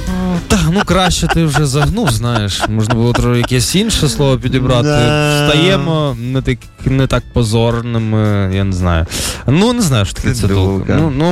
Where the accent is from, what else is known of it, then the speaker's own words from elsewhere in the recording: Poltava, Poltava Oblast, Ukraine; Мою Полтаву не чіпай